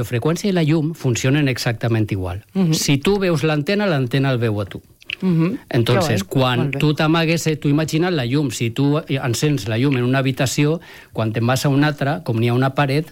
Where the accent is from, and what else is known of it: Ador, Valencian Community, Spain